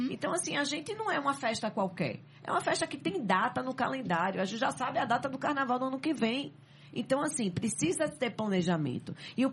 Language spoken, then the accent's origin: Portuguese; Olinda, Pernambuco, Brazil; also born or lived in Recife; Eu nasci em Recife, né? Mas só nasci, porque não tinha maternidade na época, assim, então... Mas sou olindense.